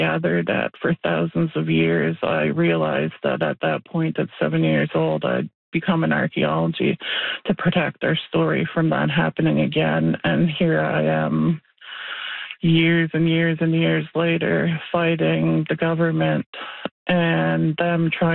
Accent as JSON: {"language": "English", "area": "Natuashish", "region": "Newfoundland and Labrador", "country": "Canada", "tie": "born or raised there", "said": "Growing up in Nutchmeet, my life revolved around the Innu spirituality."}